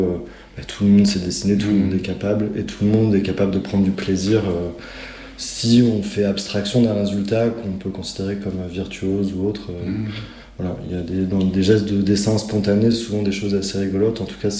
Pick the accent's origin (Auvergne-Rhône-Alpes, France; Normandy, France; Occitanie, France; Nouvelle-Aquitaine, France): Auvergne-Rhône-Alpes, France; Grenoble; now in Strasbourg, France; Alors j'habite à Strasbourg, mais je suis originaire de Grenoble.